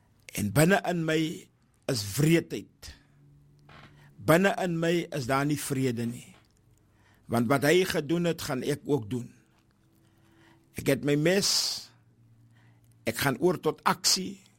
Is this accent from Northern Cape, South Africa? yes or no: yes; Victoria West, Northern Cape, South Africa; born there; now in Oudtshoorn, South Africa; van Oudtshoorng, ja, eintlik oorspronklik van die Victoria West.